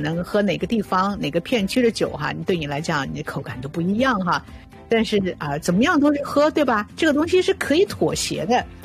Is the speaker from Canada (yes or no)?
yes; Canada; 因为贸易战已经改变了我们加拿大人的饮酒的选择。你像我们安省啊或者 BC 省啊